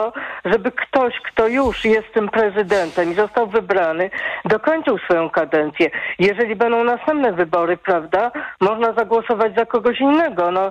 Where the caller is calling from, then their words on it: Kraków, Lesser Poland, Poland; jestem z Krakowa